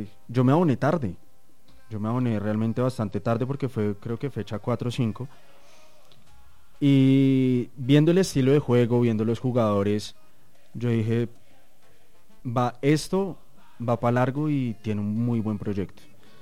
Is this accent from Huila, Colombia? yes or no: no; Bogotá, Colombia; born there; yo nací acá en Bogotá.